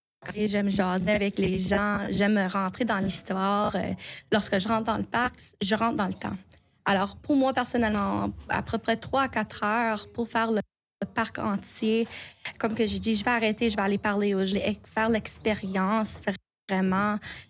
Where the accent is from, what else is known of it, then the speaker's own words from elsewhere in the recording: Quebec, Canada; accent: Acadian; moved away as an adult; now in New Brunswick, Canada; Je suis originaire des cantons de l'Est de Québec. Ça fait plusieurs années que je vis au Nouveau-Brunswick. Alors, vous pouvez attendre mon petit accent acadien. Mais les maisons en pierre où que moi, j'ai été élevée, c'était très normal.